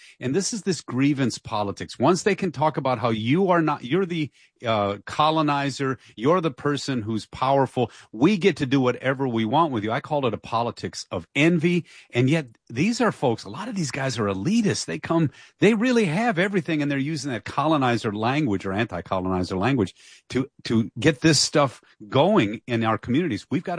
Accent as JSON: {"language": "English", "town": "Dearborn", "region": "Michigan", "country": "United States", "said": "I'm from Dearborn."}